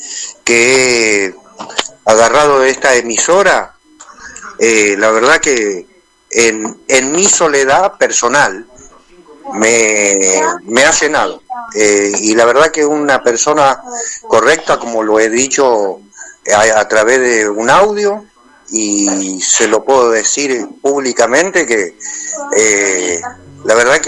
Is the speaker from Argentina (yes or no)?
yes; Oliveros, Santa Fe, Argentina; Olivero, oriundo de acá de Olivero, nacido en Oliveros.